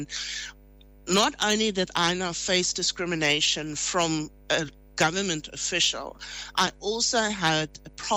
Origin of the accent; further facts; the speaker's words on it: South Africa; I'm a South African citizen.